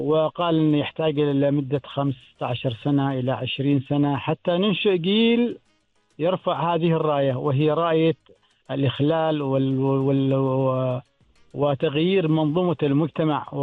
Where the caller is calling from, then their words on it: Oman; إذا تكلمنا إحنا كعماني وكمسلم